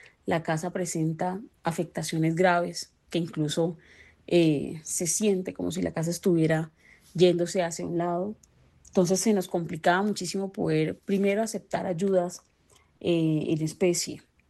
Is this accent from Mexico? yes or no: no; Colombia